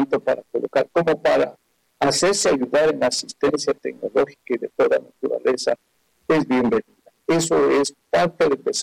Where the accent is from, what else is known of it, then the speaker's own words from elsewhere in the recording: Ecuador; para los ecuatorianos que somos latinoamericanos